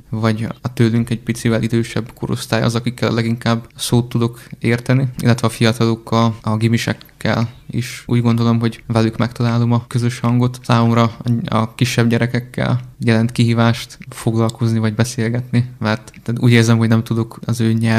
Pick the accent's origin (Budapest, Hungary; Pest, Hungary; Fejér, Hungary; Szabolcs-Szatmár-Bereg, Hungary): Szabolcs-Szatmár-Bereg, Hungary; Fehérgyarmat; now in Nyíregyháza, Hungary; mert én fehérgyarmati származású vagyok, de a szüleimmel már egy 10 éve felköltöztünk Nyíregyházára